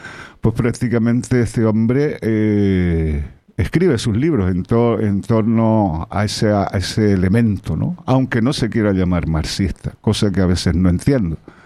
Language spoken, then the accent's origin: Spanish; Spain; el barrio de Marmolejo y más en el Pago de Talla, de donde soy yo, yo allá arriba soy